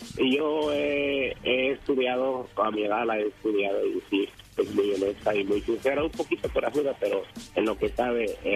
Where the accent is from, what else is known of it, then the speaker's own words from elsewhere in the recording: El Salvador; No, soy salvadoreño.